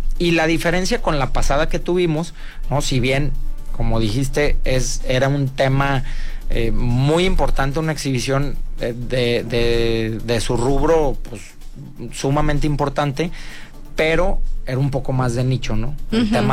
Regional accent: Mexico; porque como buenos mexicanos a veces que somos, y me incluyo

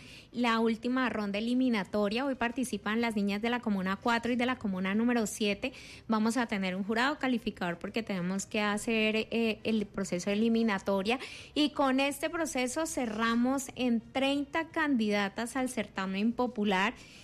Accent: Neiva, Huila, Colombia; lo que realmente somos los huilenses y los neivanos

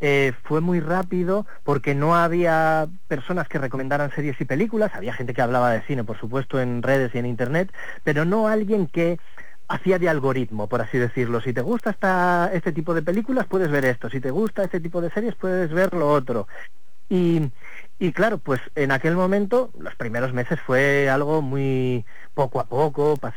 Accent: El Bierzo, Castile and León, Spain; moved away as an adult; now in Valladolid, Spain; allí en El Bierzo, de donde soy, hasta que llegué a Valladolid y con 20 años hice prácticas en la SER y aquí me he quedado

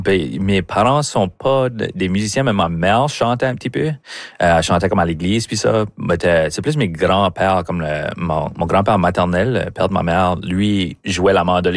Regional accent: Memramcook, New Brunswick, Canada; On dirait que c'est probablement des souvenirs d'être chez nous à Memramcook puis être comme de courir dans le champ en arrière de chez nous.

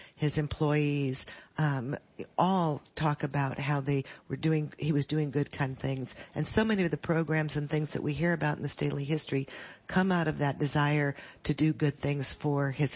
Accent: Decatur, Illinois, United States; I'm from Decatur.

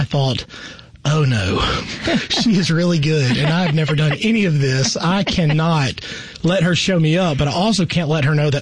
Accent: Clinton, Mississippi, United States; I'm from Clinton, Mississippi. Born and raised, graduated there.

